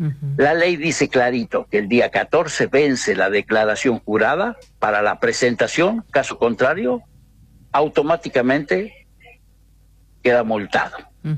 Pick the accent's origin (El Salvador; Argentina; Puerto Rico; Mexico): Argentina; Claro que soy argentino.